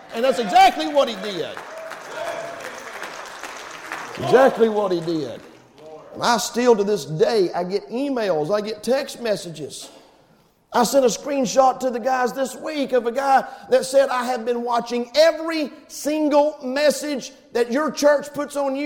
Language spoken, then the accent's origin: English; Dundalk, Maryland, United States; I'm from Dundalk.